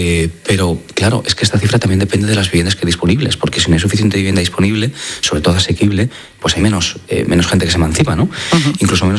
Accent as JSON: {"language": "Spanish", "region": "Valencian Community", "country": "Spain", "said": "en mi tierra, en la Comunidad Valenciana."}